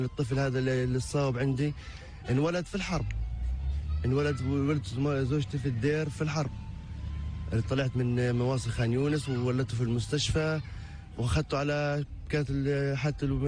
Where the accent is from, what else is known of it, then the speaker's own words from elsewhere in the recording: Gaza Strip, Palestine; ولا حتى الآن ما في علاج عندنا في غزة